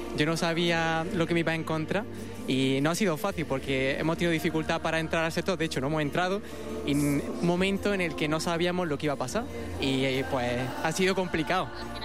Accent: Granada, Andalusia, Spain; Yo soy de Granada y ella es de Córdoba, pero está viviendo en Toledo.

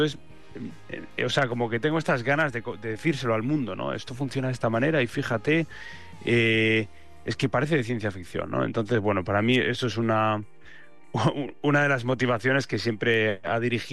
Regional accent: Spain; yo creo que todos como españoles, yo creo que, y como habitantes del mundo

